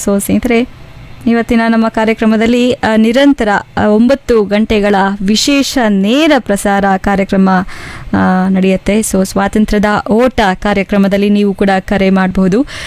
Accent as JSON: {"language": "Kannada", "town": "Shivamogga", "region": "Karnataka", "country": "India", "said": "ನಮ್ಮ ಹೆಮ್ಮೆಯ ಶಿವಮೊಗ್ಗದಲ್ಲಿ ಖುಷಿಯಾಗತ್ತೆ. ನಾವು ಈ ಒಂದು ಮಣ್ಣಿನಲ್ಲಿ ಹುಟ್ಟಿ ಈ ಒಂದು ನಾಡಲ್ಲಿ ಈ ಒಂದು ನಮ್ಮ ಊರಲ್ಲಿ ಇದ್ದೀವಿ"}